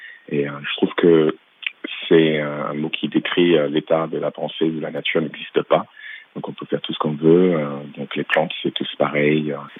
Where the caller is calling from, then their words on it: Nantes, Pays de la Loire, France; je suis à Nantes.